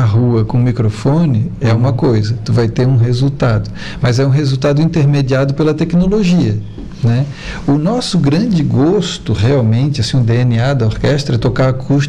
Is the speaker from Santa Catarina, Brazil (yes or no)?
yes; Florianópolis, Santa Catarina, Brazil; born there